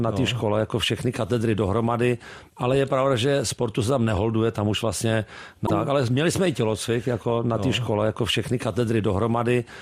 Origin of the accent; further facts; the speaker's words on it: Prague, Czechia; A narodil jsem se na bojišti Praha 2. Celý život jsem jako v Praze.